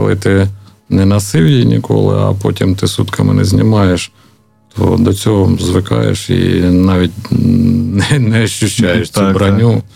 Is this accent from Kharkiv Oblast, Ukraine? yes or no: yes; Vovchansk district, Kharkiv Oblast, Ukraine; Ну, з Вовчанщини. Я з Вовчанщини, жінка моя харківська, ну, з Харкова, ну, ми жили там.